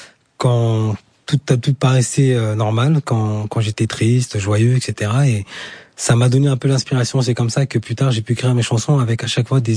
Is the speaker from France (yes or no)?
no; Senegal; first language Diakhanke; French is a second language; c'est ma langue maternelle, parce qu'au Sénégal, c'est le Wolof.